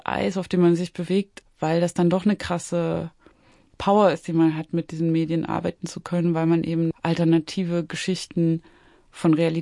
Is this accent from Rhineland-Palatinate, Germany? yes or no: no; Zwickau, Saxony, Germany; Also das, was ich dachte, was Zwickau ist oder der Ort, wo ich aufgewachsen bin oder die Orte, die ich dachte zu kennen, die Menschen, die ich dachte zu kennen.